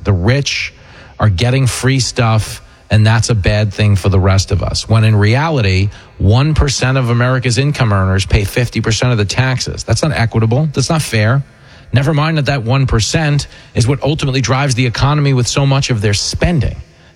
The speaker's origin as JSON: {"language": "English", "region": "New York", "country": "United States", "tie": "born or raised there", "said": "AOC gets out there every day in my home state of New York and tells you the rich are the devil."}